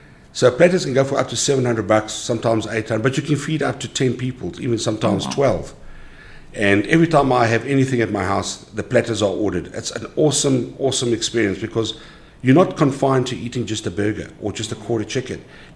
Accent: South Africa; being a South African

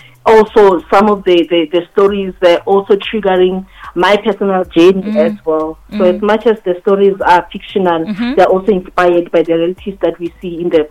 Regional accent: Seshego, Limpopo, South Africa; I'm a mother of two, born and bred in Seshego, but we are originally from Hamolepo, Lasterhoop.

